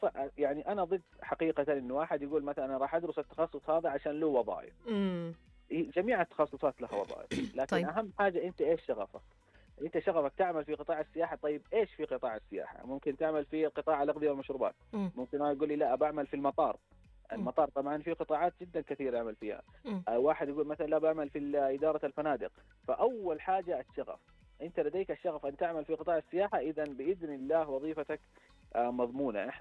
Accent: Mecca, Makkah Province, Saudi Arabia; عندنا في مكة

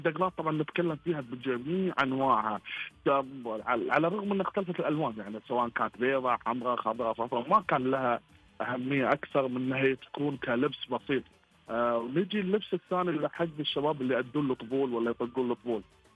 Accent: Saudi Arabia; أنا إنسان أحب أطلع على ديرتي وأطلع على مملكتي

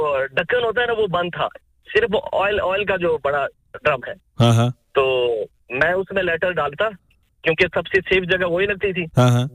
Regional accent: Pakistan; और 1947 से पहले की है, क्योंकि मैं पाकिस्तान से हूँ तो बहुत हमारे लिए वो अनमोल है।

